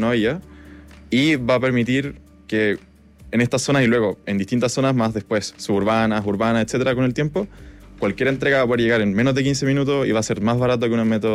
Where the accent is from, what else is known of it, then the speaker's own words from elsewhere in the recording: Concepción, Biobío, Chile; now in Santiago, Chile; Yo soy de Concepción originalmente